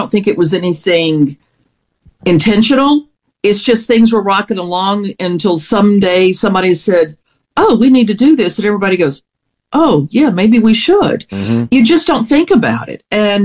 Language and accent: English; Mississippi, United States; also born or lived in Greenville, Mississippi; I grew up on Highway 1, and then I ended up back at the intersection almost of 1 and 8